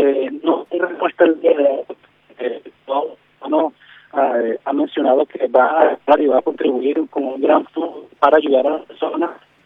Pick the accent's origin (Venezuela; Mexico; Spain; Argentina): Venezuela; soy un ciudadano venezolano